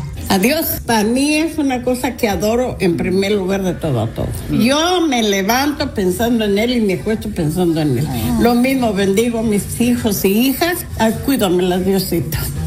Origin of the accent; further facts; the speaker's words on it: San Pedro Tesistán, Jalisco, Mexico; born there; San Pedro Tezistán, Jalisco.